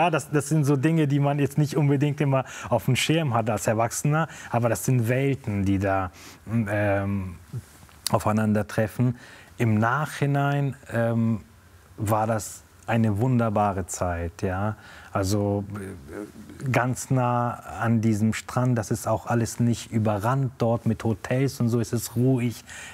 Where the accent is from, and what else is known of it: Kabul, Afghanistan; born or raised there